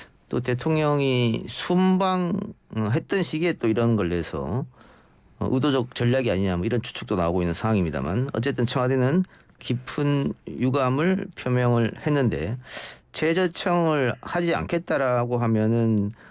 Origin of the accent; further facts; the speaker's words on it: Andong, North Gyeongsang, South Korea; moved away; 제가 이제 시골이 안동인데